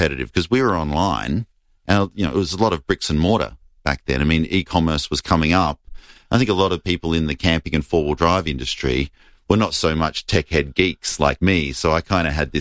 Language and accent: English; Adelaide, South Australia, Australia; So Adelaide's the 11th store, and it's super special that it's in my hometown.